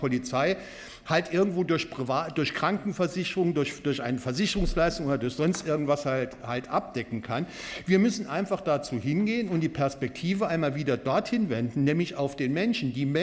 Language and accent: German; Neuenkirchen, Germany; Ich bin ja auch einer der wenigen hier im Plenum, die aus Neuenkirchen stammen, die gebürtiger Neuenkirchener sind und die um die Bedeutung des Kohlhofs wissen.